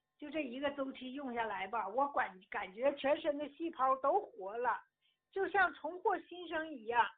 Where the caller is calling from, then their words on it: Harbin, Heilongjiang, China; 哎，常老师，我是哈尔滨的老患者了。